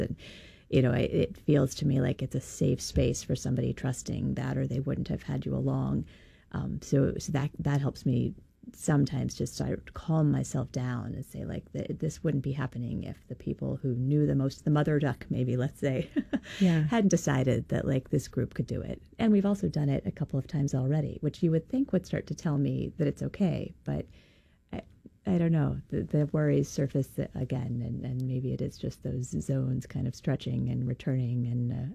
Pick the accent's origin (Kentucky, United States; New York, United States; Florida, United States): Kentucky, United States; access to wilderness in a way I could never have imagined growing up in Kentucky